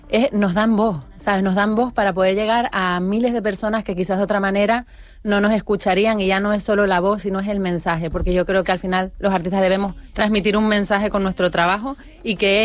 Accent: Canary Islands, Spain; yo el orgullo de ser canaria

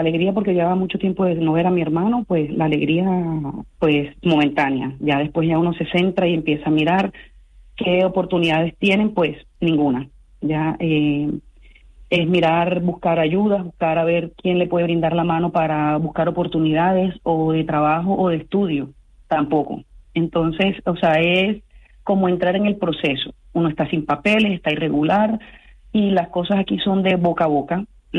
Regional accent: Cartagena, Bolívar, Colombia; moved away as an adult; now in Tenerife, Spain; Sí, soy de Cartagena, Colombia.

